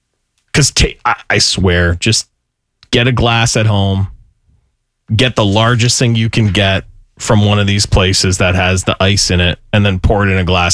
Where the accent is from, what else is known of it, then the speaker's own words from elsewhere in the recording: Canada; growing up in Canada